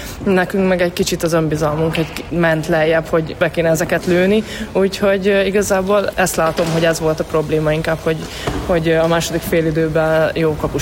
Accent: Hungary; valószínűleg annak szólt, hogy magyarok vagyunk, Magyarországon játszunk

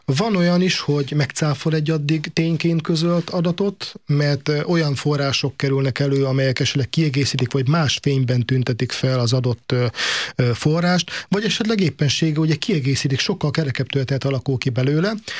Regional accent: Nyíregyháza, Szabolcs-Szatmár-Bereg, Hungary; Nyíregyházi lévén legközelebb hozzám földrajzi szempontból Miskolc esik

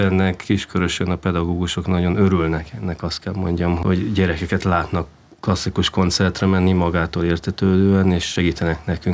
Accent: Budapest, Hungary; moved away; also born or lived in Berlin, Germany / Munich, Germany / Nuremberg, Germany; én mindig nagyvárosban, Budapesten nőttem föl, amikor Németországba költöztünk, ott is mindig, ugye Berlin, München, Nürnberg, szóval mindig nagyvárosban laktunk

